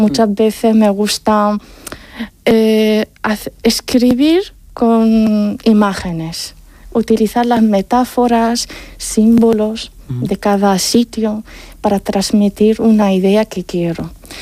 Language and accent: Spanish; Tetouan, Tanger-Tetouan-Al Hoceima, Morocco; Spanish is a second language; moved away as an adult; now in Spain; desde pequeña me gustaba el arte y participaba en todos los acontecimientos de mi ciudad natal, Tetuán